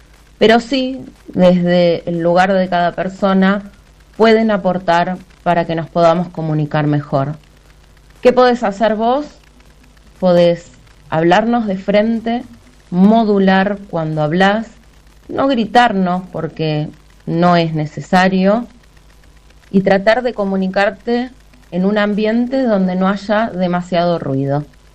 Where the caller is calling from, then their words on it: San Martín de los Andes, Neuquén, Argentina; vivo en San Martín de los Andes